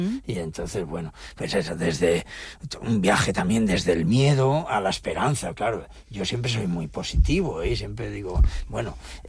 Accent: Spain; now in Menorca, Spain; el viaje que había hecho yo desde la Castilla Profunda hasta Menorca

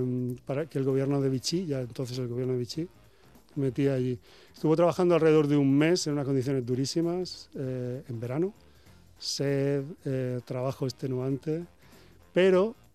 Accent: Alicante, Valencian Community, Spain; supe también que el último territorio de la República fue el puerto de Alicante, mi tierra.

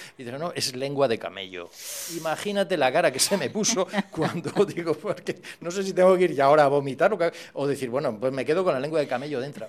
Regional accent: Galicia, Spain; Porque yo creo que en el fondo me recordaba mi tierra, Galicia, ¿no?

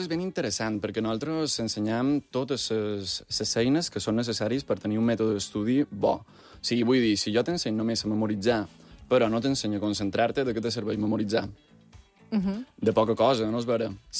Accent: Palma, Balearic Islands, Spain; nosaltres som mallorquins. Jo sóc d'aquí de Palma i la Magdalena és de Porreres.

